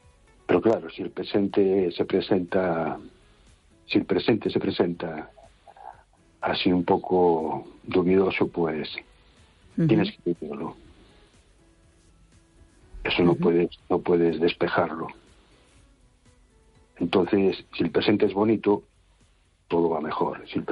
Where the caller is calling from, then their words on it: A Coruña, Galicia, Spain; de Coruña.